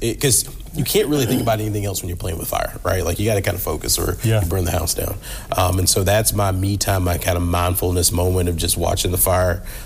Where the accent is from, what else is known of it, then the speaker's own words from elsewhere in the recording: South Carolina, United States; also born or lived in Texas; now in Toledo, United States; I grew up in South Carolina. I spent 7.5 years in Texas.